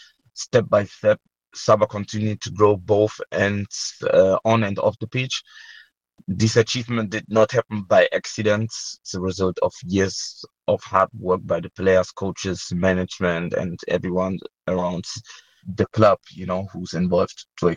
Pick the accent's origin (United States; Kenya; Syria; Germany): Germany; born or raised there